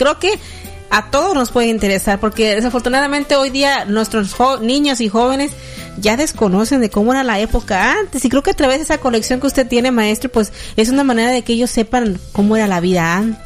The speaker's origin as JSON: {"language": "Spanish", "region": "Chiapas", "country": "Mexico", "said": "para nosotros como chiapanecos"}